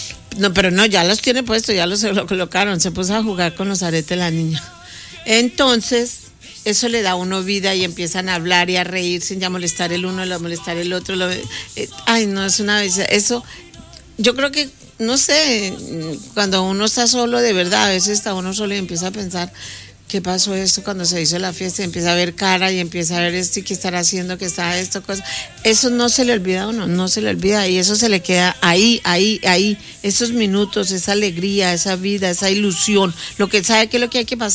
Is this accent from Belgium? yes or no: no; Colombia; yo soy colombiana